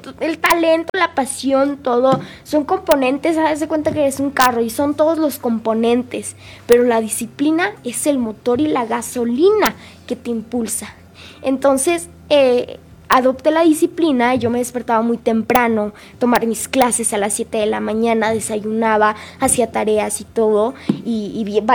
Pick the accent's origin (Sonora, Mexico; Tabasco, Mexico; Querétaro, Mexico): Querétaro, Mexico; born there; Yo soy de nacimiento queretano, pero de corazón regio, porque mis papás son regios